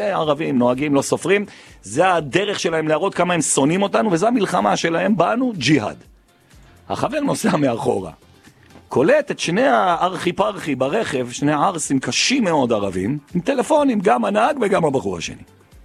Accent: Jerusalem, Jerusalem District, Israel; בתור ירושלמים, אנחנו סובלים סבל מטורף.

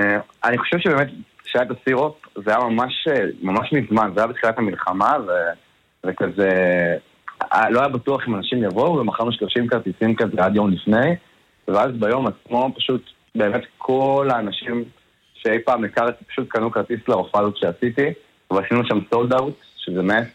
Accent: Haifa, Haifa District, Israel; אבל אני בן 19, אני מהקריות, מקריית חיים.

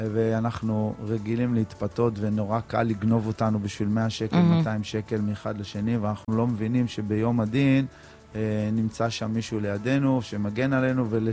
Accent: Beersheba, Southern District, Israel; אני גם באר שבעי

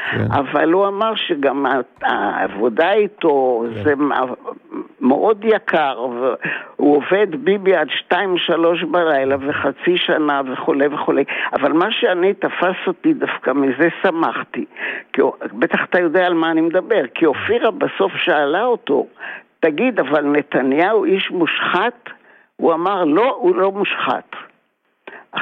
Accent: Tel Aviv, Tel Aviv District, Israel; מתל אביב.

